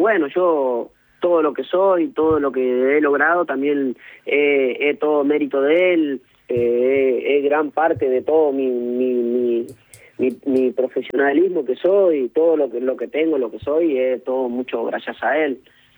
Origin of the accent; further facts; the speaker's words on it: Corrientes, Argentina; moved away; yo de que vine de mi ciudad de Corrientes